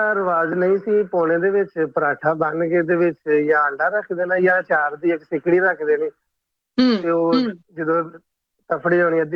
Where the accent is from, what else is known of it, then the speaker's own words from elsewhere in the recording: Shakargarh, Punjab, Pakistan; now in Muscat, Oman; ਹਾਂ ਜੀ, ਸ਼ੰਕਰਗੜ੍ਹ ਦਾ ਸਰਹੱਦੀ ਏਰੀਆ 0 ਲਾਈਨ ਤੇ ਜਲਾਲਾ ਸ਼ਰੀਫ ਦੇ ਪਿੰਡ ਦੇ ਨਾਲ ਇੱਕ ਛੋਟਾ ਜਿਹਾ ਪਿੰਡ ਹੈ, ਮੇਰੇ ਪਿੰਡ ਦਾ ਨਾਂ ਸੀ ਬਾਟ।